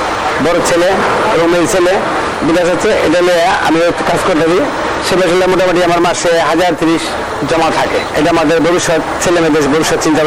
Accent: Manikganj, Dhaka Division, Bangladesh; আমার বাড়ি মানিকগঞ্জ জেলা।

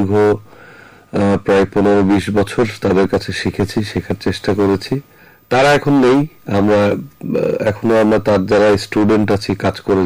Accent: Rajshahi, Rajshahi Division, Bangladesh; born there; also born or lived in Bogura / Chapainawabganj / Pabna; সাথিয়া উপজেলা, ধোপাদহ ইউনিয়নের পারগোপালপুর গ্রামে। শৈশবটা বেড়ে ওঠা রাজশাহী।

